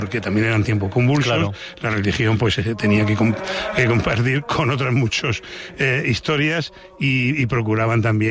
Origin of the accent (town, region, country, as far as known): Region of Murcia, Spain